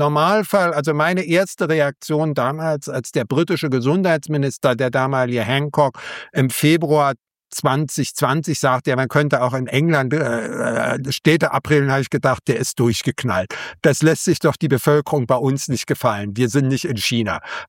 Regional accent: Berlin, Germany; born there; Also wir sind, wie gesagt, wieder beide Jahrgang 66. Ich bin in West-Berlin geboren, also hatte das Glück, auf der westlichen und nicht der östlichen Seite geboren zu werden.

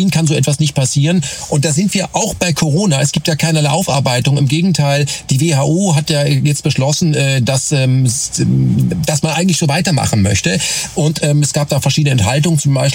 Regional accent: Germany; als Deutsche mit deutschem Pass

